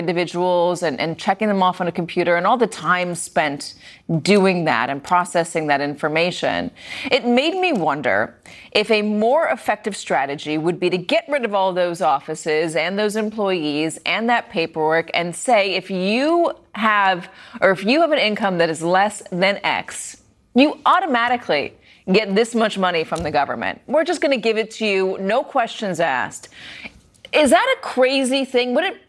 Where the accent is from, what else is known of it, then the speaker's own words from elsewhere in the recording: United States; because I've lived here my whole life. Obviously, I'm an American.